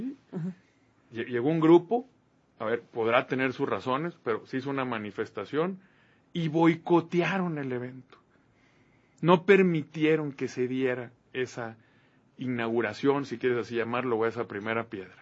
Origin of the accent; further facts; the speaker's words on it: Mexico; ¿No nos merecemos como mexicanos poner en riesgo simplemente el Tratado de Libre Comercio?